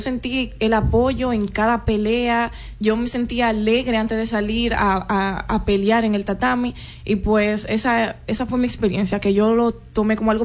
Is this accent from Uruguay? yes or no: no; Dominican Republic; Bueno, lo más emocionante fue que fueron aquí en mi país. Eso me dio mucho más fuerza a querer dar más